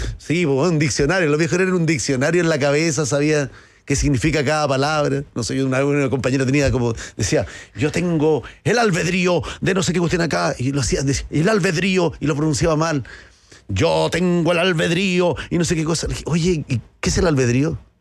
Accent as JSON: {"language": "Spanish", "country": "Chile", "said": "de Chile. Puedo hacer todo."}